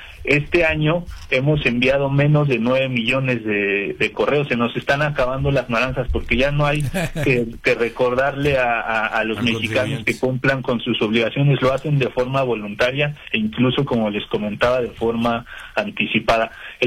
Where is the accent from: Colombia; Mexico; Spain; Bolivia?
Mexico; exijamos lo que como mexicanos merecemos.